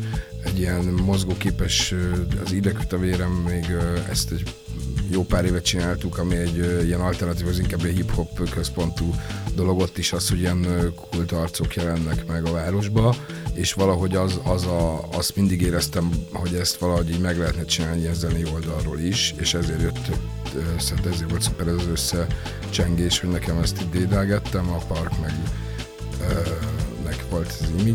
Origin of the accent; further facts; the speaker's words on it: Budapest, Hungary; born there; mint budapesti lakos is, meg így születtem, nekem nagyon fontos a fővárosunk